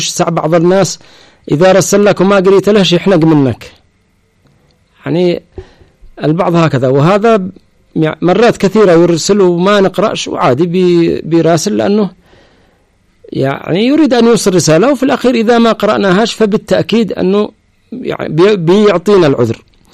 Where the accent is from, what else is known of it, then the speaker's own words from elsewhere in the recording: Taiz, Taiz Governorate, Yemen; moved away; 12 سنة ما دخلتش تعز، ما دخلتش بيتنا، معانا بيت ملكنا حقنا في تعز